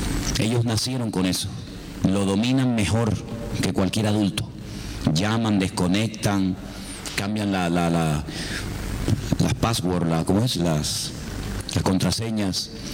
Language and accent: Spanish; Venezuela; born there; Yo nací en Venezuela en los años 61.